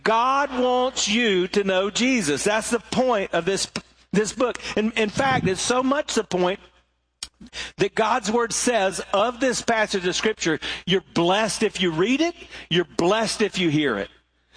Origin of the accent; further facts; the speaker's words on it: the South, United States; I grew up in the South, so everybody said, I want to hear a message from Revelations.